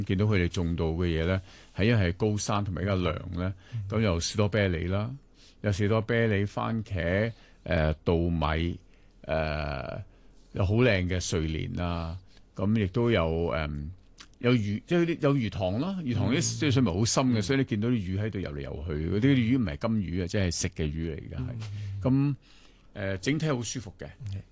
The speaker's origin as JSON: {"language": "Cantonese", "town": "Yuen Long", "region": "New Territories", "country": "Hong Kong", "tie": "born or raised there", "said": "我哋細個嗰陣時喺元朗啲農村長大"}